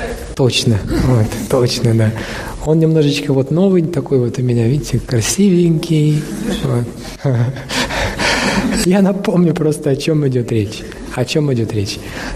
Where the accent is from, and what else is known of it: Russia